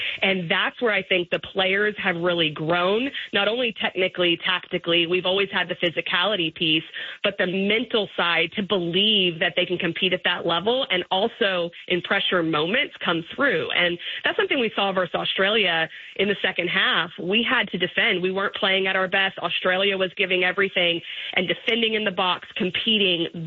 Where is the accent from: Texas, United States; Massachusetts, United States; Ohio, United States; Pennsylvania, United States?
Texas, United States; Arlington; I'm from Arlington, Texas, so I love that.